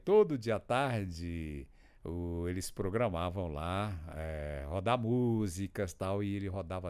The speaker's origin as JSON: {"language": "Portuguese", "region": "Piauí", "country": "Brazil", "tie": "born or raised there", "moved": "yes", "said": "Eu lembro dessa música na minha cidadezinha, lá no interior do Piauí."}